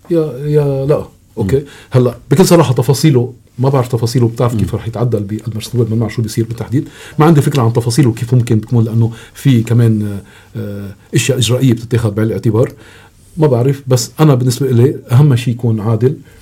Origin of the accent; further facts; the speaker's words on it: Lebanon; نحن سلم العقوبات عندنا بلبنان مختلف كليا عن برا